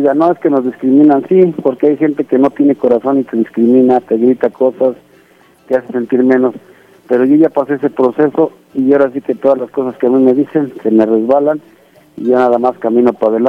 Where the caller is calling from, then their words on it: Nezahualcóyotl, State of Mexico, Mexico; De aquí, de Ciudad Nezahualcóyotl.